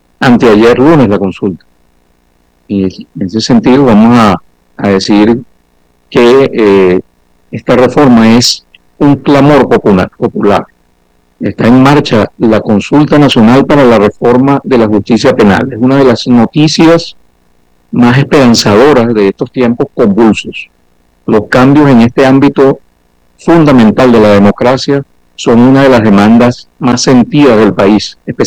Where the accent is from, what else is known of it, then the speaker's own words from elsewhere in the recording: Venezuela; lo generosos que somos los venezolanos